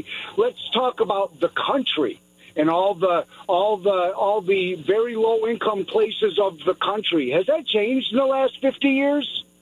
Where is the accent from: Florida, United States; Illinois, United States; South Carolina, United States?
Illinois, United States; I went to Steinmetz, and I grew up around the Harlem and Irving Plaza.